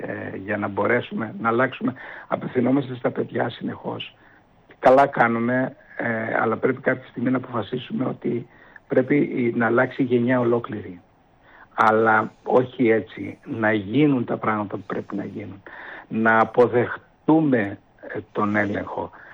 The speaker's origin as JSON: {"language": "Greek", "town": "Keramoti", "region": "Eastern Macedonia and Thrace", "country": "Greece", "tie": "born or raised there", "said": "Μπορεί να σηκωθεί από το Ηράκλειο να πάει στο χωριό μου στην Κεραμωτή."}